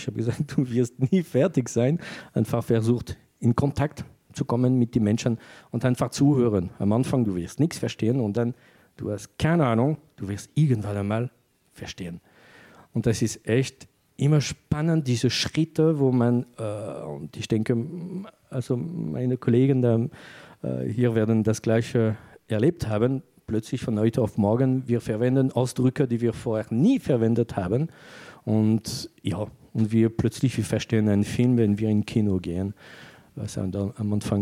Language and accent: German; France; accent: French; German is a second language; moved away as an adult; now in Germany; um meine Art, Deutsch zu reden und meinen Akzent, also es ist entweder extrem positiv, wenn die Leute verstehen, dass ich Franzose bin